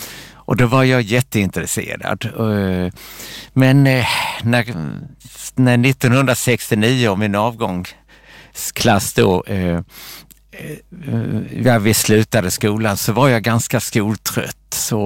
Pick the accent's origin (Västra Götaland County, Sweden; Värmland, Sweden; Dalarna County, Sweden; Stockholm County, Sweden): Västra Götaland County, Sweden; Skövde; also born or lived in Trosa; Och sen får min pappa jobb i Västergötland, i Skövde. Vi kom 1957, om jag kommer ihåg rätt. Och där växte jag upp och går i skolan. På Eriksdalsskolan i Skövde.